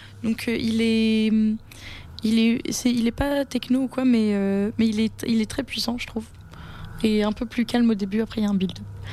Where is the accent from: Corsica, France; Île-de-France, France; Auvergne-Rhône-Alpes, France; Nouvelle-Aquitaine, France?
Nouvelle-Aquitaine, France; also born or lived in England; Je viens de Charente, vers Angoulême.